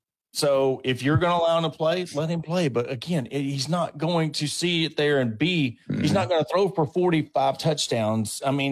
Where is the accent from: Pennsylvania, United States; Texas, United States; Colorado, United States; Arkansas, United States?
Arkansas, United States; because we're from Arkansas, we're Arkansas podcast.